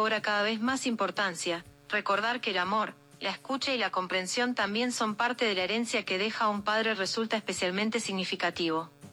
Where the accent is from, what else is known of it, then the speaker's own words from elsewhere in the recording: Argentina; now in Mexico; la argentina más mexicana.